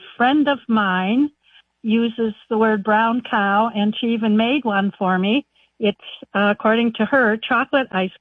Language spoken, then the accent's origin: English; Illinois, United States; now in Colby, Wisconsin, United States; Growing up in northern Illinois